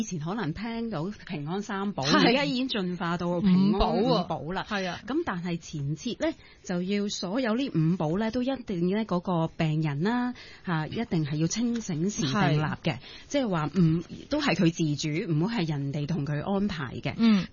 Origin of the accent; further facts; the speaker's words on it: China; 咁但係有好多時候，可能我哋中國人啊，都比較難於啟齒嘅。